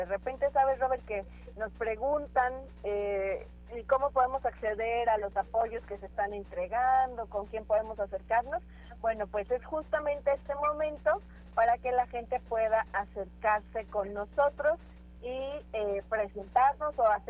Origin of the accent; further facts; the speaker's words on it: Tlanalapan, Puebla, Mexico; en mi pueblo, en Tlanalapan